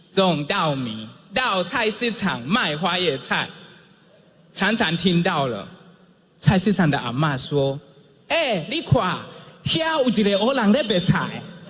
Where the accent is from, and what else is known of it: Tanzania; born or raised there; Chinese is a second language; moved away as an adult; now in Taiwan